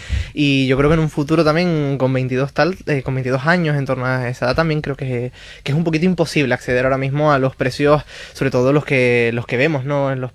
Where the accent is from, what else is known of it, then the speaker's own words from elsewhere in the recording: La Orotava, Canary Islands, Spain; las 4 o 5 personas del lugar, los que somos de la Brotava, que lo conocíamos